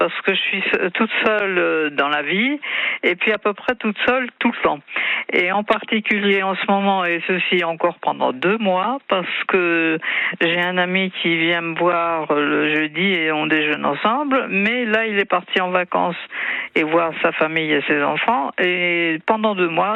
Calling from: Bourgogne-Franche-Comté, France; J'habite en Franche-Comté, dans le pays de Montbéliard.

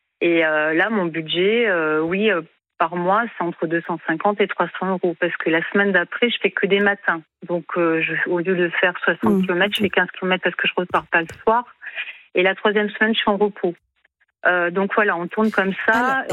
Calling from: Nouvelle-Aquitaine, France; Je suis en Nouvelle-Aquitaine, je suis au nord de Bordeaux, à 40 km à peu près. Je travaille à Saint-Savin, je suis à un quart d'heure, déjà 15 km de mon domicile.

